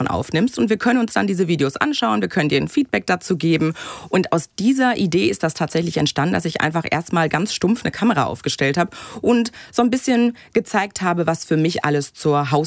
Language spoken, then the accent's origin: German; Bochum, North Rhine-Westphalia, Germany; Ich komme gebürtig aus Bochum, richtig. Meine Oma, die war aber ansässig in Herne